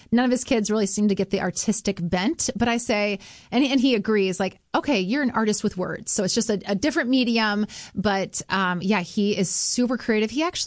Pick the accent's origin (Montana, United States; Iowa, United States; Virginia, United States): Iowa, United States; Ames; landed in Ames, Iowa. Okay. I grew up there, went to Gilbert, like we talked about. And just loved growing up in Iowa.